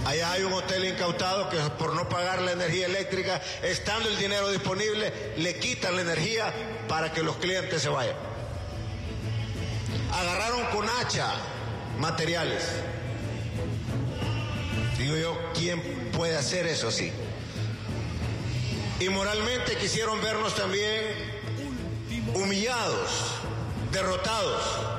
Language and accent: Spanish; Lempira, Honduras; Pero yo quiero ser franco con ustedes, máxime ahora que vengo de mi tierra, de Lempira.